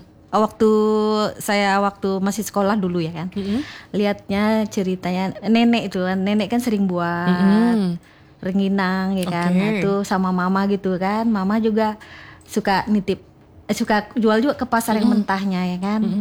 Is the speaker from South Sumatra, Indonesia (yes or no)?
no; West Java, Indonesia; Iya, memang saya dari Jawa Barat, Sunda ya kan.